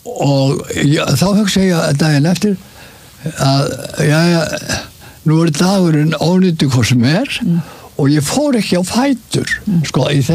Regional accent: Reykjavík, Capital Region, Iceland; Já, ég alinn upp í Reykjavík alveg með allir stórum staði þegar skilningi að ég alinn upp í tjörninni Reykjavík það ég fættist á Eiríksgötunni

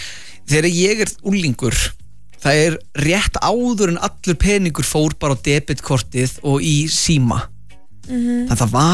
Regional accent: Vestmannaeyjar, Southern Region, Iceland; Ég er frá Vestmannum og fekk að skipta reykja ykkur ángir sem það kom tímabil.

